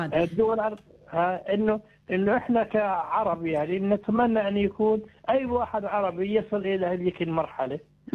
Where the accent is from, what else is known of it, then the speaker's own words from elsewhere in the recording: Jordan; ولكن انا كاردني يعني بكون شعوري اكثر مع الأردنيين إنه إن شاء الله يكونوا في الطب في القمة